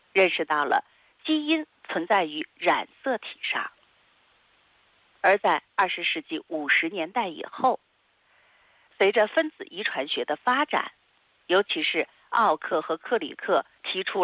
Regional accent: China

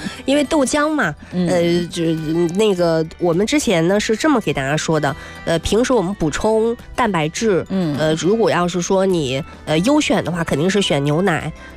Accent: northern China, China; moved away; 我作为北方人嘛，而且又是在一个这个面食之都、

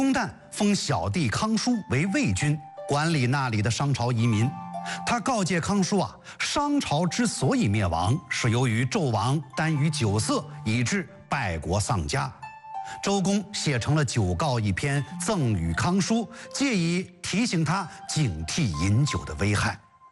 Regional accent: China

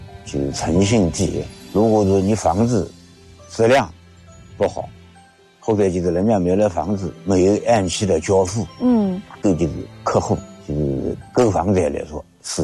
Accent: Yangzhou, Jiangsu, China; 我老家是江苏扬州的

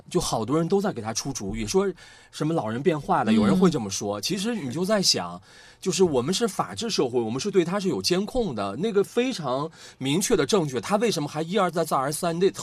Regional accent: China

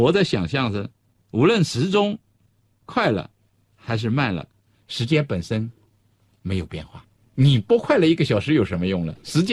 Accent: China; 我们中国人

